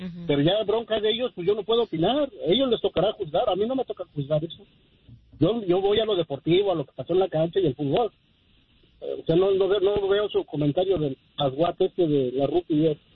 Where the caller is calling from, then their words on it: Mexico; yo como mexicano no me toca juzgar eso.